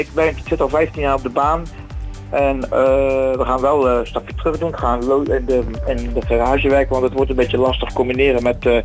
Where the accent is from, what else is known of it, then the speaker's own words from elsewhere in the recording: North Brabant, Netherlands; Ik kom uit Halfsen, dat is in Noord-Brabant.